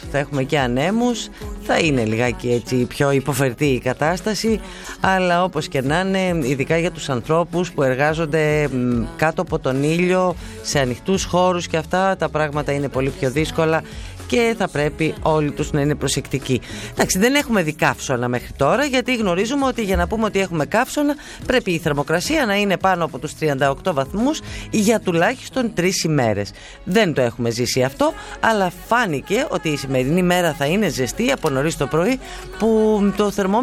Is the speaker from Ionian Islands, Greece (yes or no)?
no; Thessaly, Greece; Έχουμε αποκτήσει ως Θεσσαλή μια εμπειρία σε ό,τι έχει να κάνει με τις θερμοκρασίες.